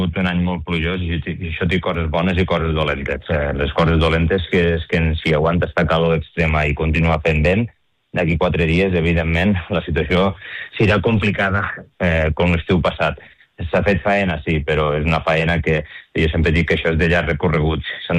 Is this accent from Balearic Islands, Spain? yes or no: no; Paüls, Catalonia, Spain; Al meu poble, a Paüls